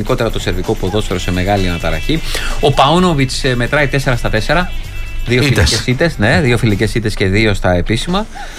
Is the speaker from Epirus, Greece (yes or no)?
no; Vathia, Peloponnese, Greece; Όπως λένε και στο χωριό μου στη Βάθια.